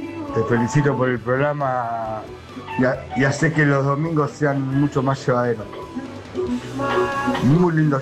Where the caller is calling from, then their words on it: Berazategui, Buenos Aires Province, Argentina; acá de Verazategui.